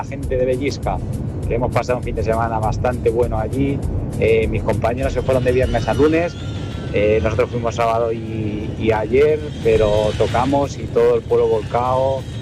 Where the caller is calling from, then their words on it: Carrión, Spain; de Carrión.